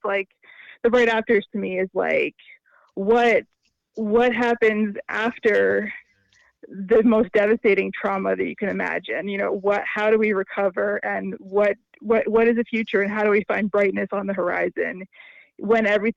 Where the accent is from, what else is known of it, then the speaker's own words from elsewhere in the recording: Nova Scotia, Canada; I'm from Nova Scotia originally, yeah.